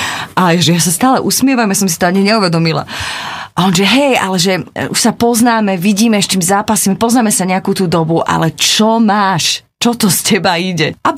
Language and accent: Slovak; eastern Slovakia, Slovakia; accent: East Slovak; Ja som tiež z východu.